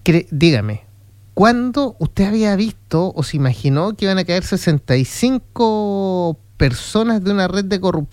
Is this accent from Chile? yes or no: yes; Chile